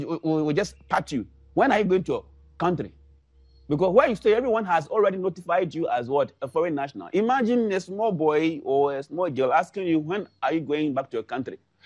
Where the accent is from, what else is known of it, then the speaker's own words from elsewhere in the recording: Ghana; moved away as an adult; also born or lived in South Africa; let's go back to Ghana. Because we wanted to come to Ghana, having made it, as we promised our family.